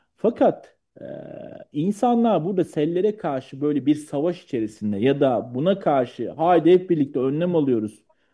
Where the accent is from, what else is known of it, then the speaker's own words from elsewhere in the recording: Seferihisar, İzmir, Turkey; Bunlardan bir tanesi Seferistan'ın Orhanlı Vadisi. Ben de bu kültürde büyüdüm